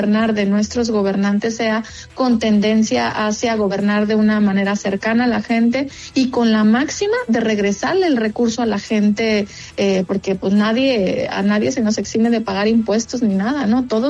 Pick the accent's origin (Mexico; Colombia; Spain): Mexico; podemos aportar como mexicanos.